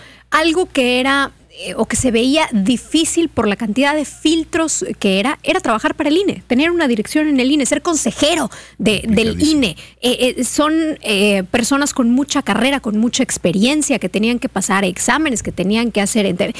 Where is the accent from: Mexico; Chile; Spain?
Mexico